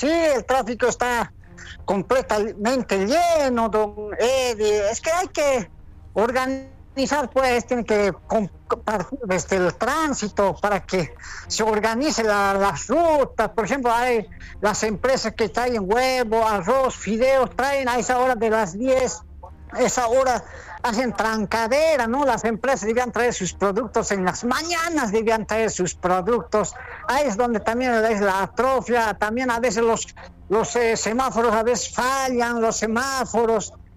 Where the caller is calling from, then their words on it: Tarija, Bolivia; por primera vez llamo desde Tarija.